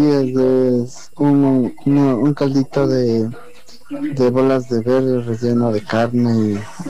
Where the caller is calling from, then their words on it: Ambato, Tungurahua, Ecuador; Les hablo desde Ambato.